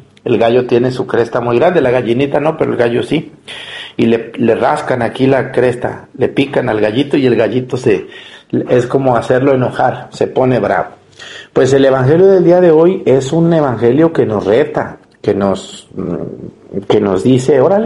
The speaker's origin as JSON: {"language": "Spanish", "town": "Mexticacán", "region": "Jalisco", "country": "Mexico", "tie": "born or raised there", "moved": "yes", "said": "dice la canción, y el padre Arturo también es de un rancho. De hecho, mi pueblo, Mestigacán, cuando vayan van a ver que es un pueblito, casi un ranchito. Entonces yo crecí entre pollos, gallinas, vacas, burros, mulas, yeguas, de todo"}